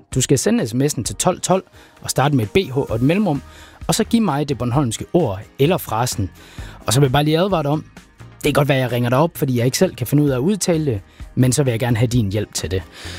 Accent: Thyborøn, Central Denmark Region, Denmark; Jeg er fra Vestjylland, Thyborøn.

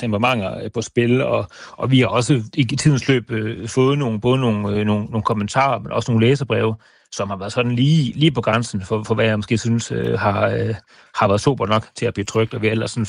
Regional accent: Viborg, Central Denmark Region, Denmark; fordi som publicist og sådan set også som viborgenser, synes jeg jo

